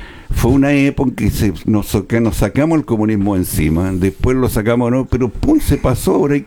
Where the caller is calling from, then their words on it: Chile; somos todos chilenos.